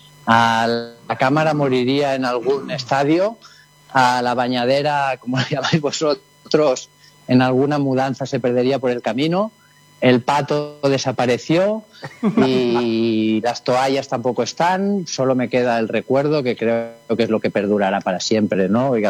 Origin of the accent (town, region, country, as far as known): Catalonia, Spain